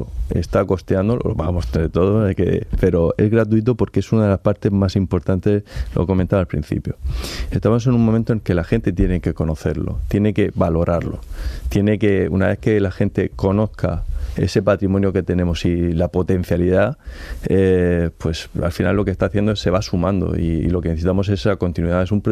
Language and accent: Spanish; Monteagudo, Region of Murcia, Spain; yo soy de allí, de Monteagudo, uh-huh, soy del pueblecito de La Cueva